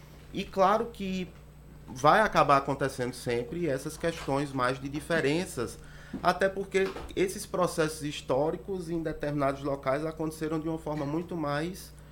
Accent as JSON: {"language": "Portuguese", "country": "Brazil"}